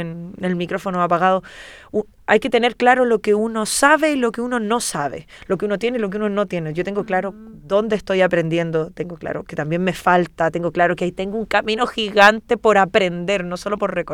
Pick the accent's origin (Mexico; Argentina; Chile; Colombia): Chile; Nosotros también, como chilenos incluso, uh-huh. que no nacimos con este estilo.